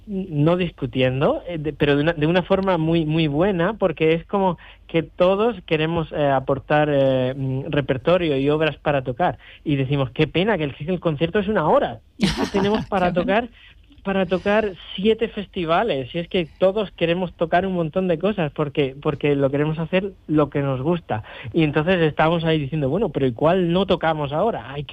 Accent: Sorbas, Andalusia, Spain; moved away as an adult; also born or lived in Almería; now in Hong Kong; Yo nací en Almería, pero bueno, soy de Sorbas.

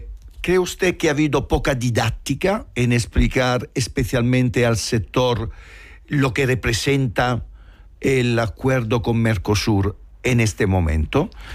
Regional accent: Spain; familia de agricultores, vengo de una zona agrícola, productora de vino y de aceite. Yo cuando voy a mi pueblo, una de las cosas que más me gusta es comprar directamente al productor.

